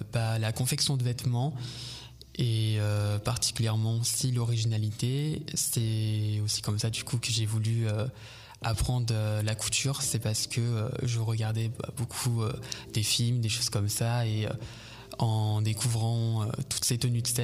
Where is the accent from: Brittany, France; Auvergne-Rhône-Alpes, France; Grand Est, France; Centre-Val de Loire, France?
Grand Est, France; Troyes; Alors, je suis né à l'hôpital de Troyes, et donc j'ai grandi à Troyes toute mon enfance. Et au jour d'aujourd'hui, du coup, j'habite Sainte-Savine, toujours près de Troyes.